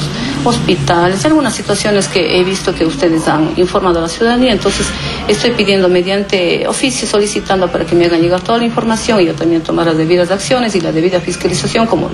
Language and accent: Spanish; Sidcay, Azuay, Ecuador; soy nativa de la parroquia rural Sidcay, entonces siempre yo he trabajado con el pueblo y para el pueblo, y así tiene que ser.